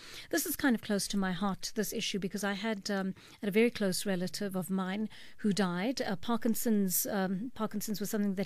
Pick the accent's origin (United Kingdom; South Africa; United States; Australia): South Africa; Durban, KwaZulu-Natal; And what better place, I think, to hold it than Durban? Completely biased, of course, because it's my hometown.